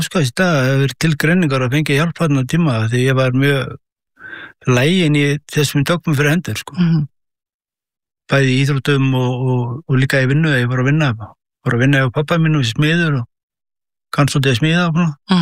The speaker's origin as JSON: {"language": "Icelandic", "town": "Hveragerði", "region": "Southern Region", "country": "Iceland", "tie": "born or raised there", "said": "Ég frá Hvergerði, uppalið þar, Hvergerðingur. Og bjó minna skólagöngu í Hvergerði"}